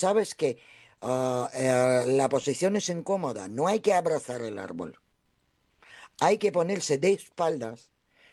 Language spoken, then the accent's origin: Spanish; Cantabria, Spain; como yo soy cántabra, la mitad cántabra y la mitad eslava